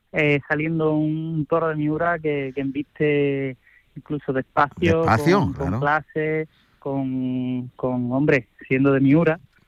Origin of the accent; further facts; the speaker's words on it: Huelva, Andalusia, Spain; es la de mi tierra, Huelva